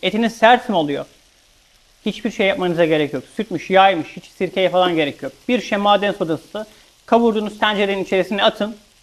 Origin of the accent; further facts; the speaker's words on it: Denizli, Turkey; Ama özellikle biz Ege'liyiz biliyorsun. Sen İzmirlisin, ben Denizli'yim.